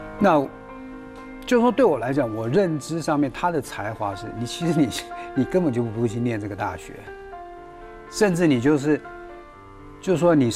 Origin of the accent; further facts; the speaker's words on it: China; 如果论我们中国人讲说琴棋书画这四种技艺来讲